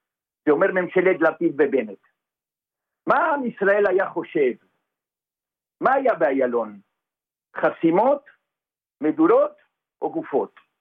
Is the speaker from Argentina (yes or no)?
yes; Argentina; accent: Argentine; Hebrew is a second language; now in Israel; כיהודי גלותי, וכפי שאתה שומע, אני... ארגנטינאי.